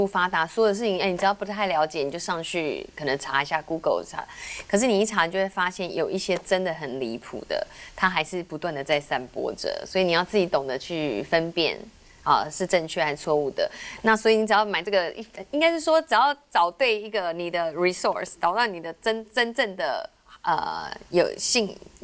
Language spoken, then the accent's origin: Chinese; Taiwan; 我们台湾人哦真的是肝病非常的盛行